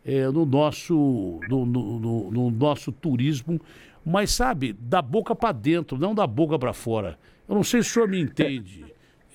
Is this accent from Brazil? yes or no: yes; São Paulo, Brazil; born there